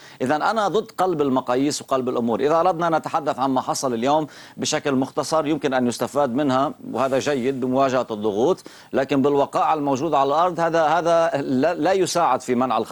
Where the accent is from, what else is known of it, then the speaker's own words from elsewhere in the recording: Lebanon; أنا يعني أنا الآن ضيف من لبنان